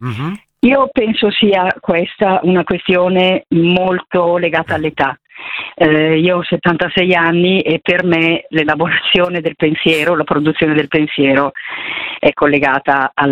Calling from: Perugia, Umbria, Italy; sono Perugina.

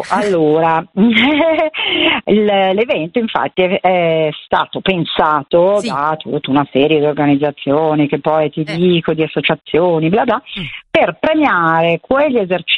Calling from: Milan, Lombardy, Italy; io mi trovo a Milano, chiamo da Milano

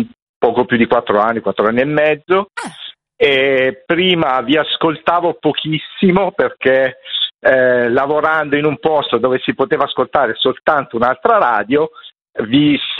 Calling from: Brianza, Lombardy, Italy; Ti chiamo dalla Brianza.

